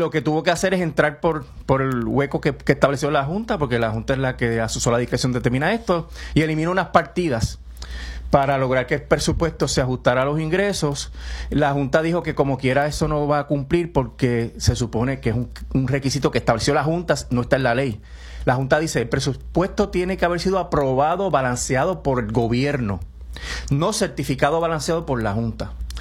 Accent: Ponce, Puerto Rico; como dicen en mi pueblo Ponce.

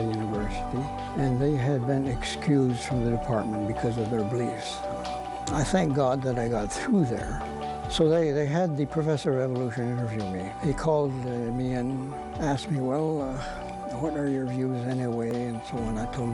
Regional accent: Haiti; moved away; also born or lived in Switzerland / France; I was born in Switzerland, grew up there for a few years, went to France for 1 year, and then went to Haiti, where I spent most of my young childhood and mid-years of youth there.

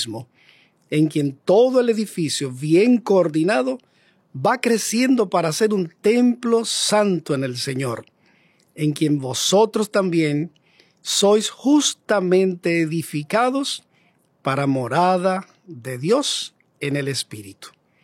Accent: Dominican Republic; born there; aun cuando nací en República Dominicana y me llamo a mí mismo dominriqueño

